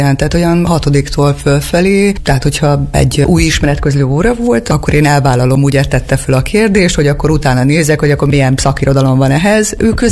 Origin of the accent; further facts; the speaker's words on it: Debrecen, Hajdú-Bihar, Hungary; also born or lived in Nyíradony; Nyíradonyi származású vagyok, Debrecenben születtem 1973-ban